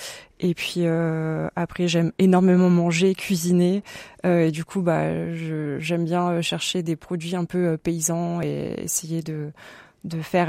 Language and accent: French; Auvergne-Rhône-Alpes, France; j'ai grandi dans le Vercors, entourée de montagnes.